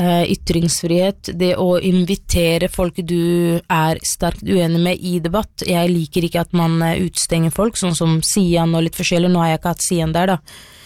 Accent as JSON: {"language": "Norwegian", "town": "Skien", "region": "Telemark", "country": "Norway", "tie": "born there", "said": "jeg vokste opp i Skien"}